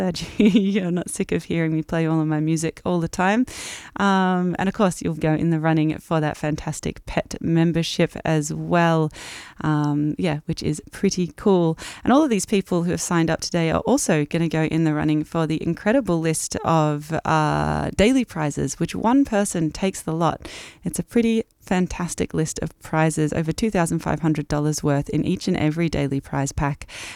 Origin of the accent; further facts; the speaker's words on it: Castlemaine, Victoria, Australia; We've also got Madeline Ford in Castlemaine, my hometown.